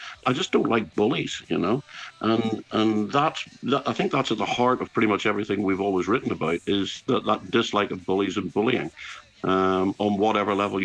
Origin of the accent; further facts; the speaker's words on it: Belfast, Northern Ireland, United Kingdom; Growing up in Belfast